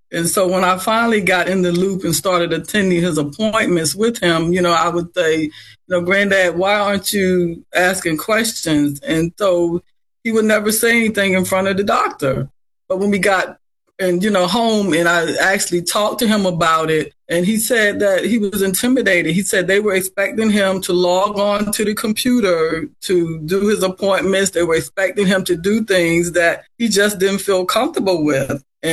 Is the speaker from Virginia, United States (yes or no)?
yes; Virginia Beach, Virginia, United States; Okay, well, I grew up in Virginia Beach area.